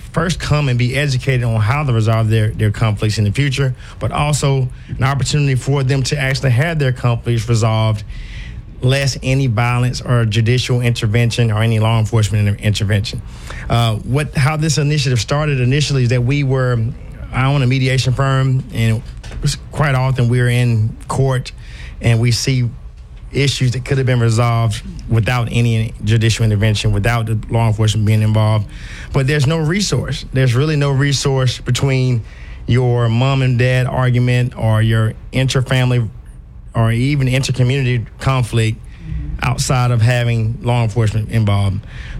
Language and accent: English; Montgomery, Alabama, United States; moved away; I hail from Montgomery, Alabama.